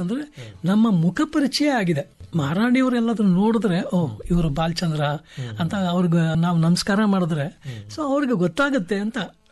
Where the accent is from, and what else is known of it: Mysore, Karnataka, India; born there